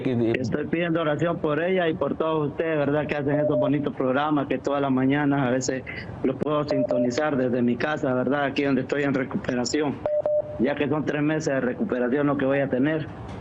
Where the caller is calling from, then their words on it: Jinotega, Nicaragua; le llamo desde Nicaragua, Jinotega, Nicaragua.